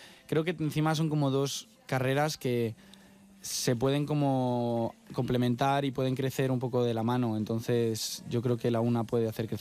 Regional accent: Valladolid, Castile and León, Spain; una sala que era de Valladolid, que era de donde soy yo.

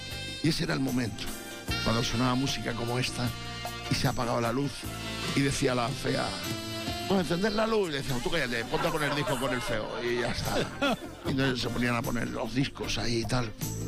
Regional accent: Badajoz, Extremadura, Spain; en Badajoz, en mi tierra

